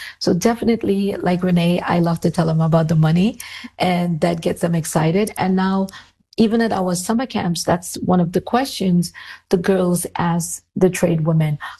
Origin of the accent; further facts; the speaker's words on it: Trinidad & Tobago; So growing up in Trinidad and Tobago, everybody, included me, most people, want to be a barrister or, you know, a doctor.